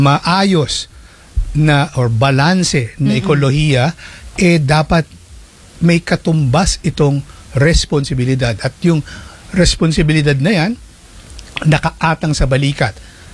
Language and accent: Tagalog; Marikina, Metro Manila, Philippines; Taga-Marikina